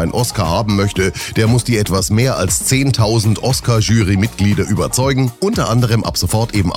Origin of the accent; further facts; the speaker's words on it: Germany